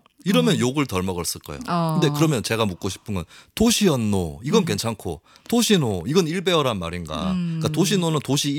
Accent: Gyeongsang, South Korea; 제가 경상도 출신인데요.

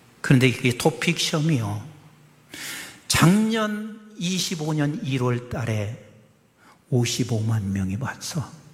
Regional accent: South Korea; born there; 독일에서 태어나든지 영국에서 태어났으면 이거 왜 이 독일어 영어할 고생할 필요도 없는데 내가 왜 한국에서 태어났나? 그게 1980년대요.

